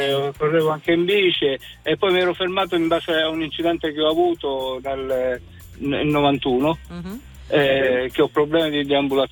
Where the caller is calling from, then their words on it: Palermo, Sicily, Italy; in questo momento mi trovo a Siracusa, ma sono di Palermo.